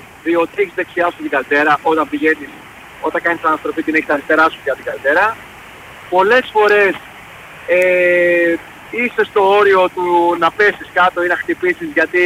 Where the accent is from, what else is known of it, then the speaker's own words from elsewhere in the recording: Lechaina, Western Greece, Greece; moved away; Διότι μεγάλωσα στα Λεχενά, ήταν ο πατέρας μου τότε στην πολεμική αεροπορία στην Αντραβίδα, στη βάση της Αντραβίδας, μεγάλωσα στα Λεχενά, από όπου κατάγεται και ο ίδιος.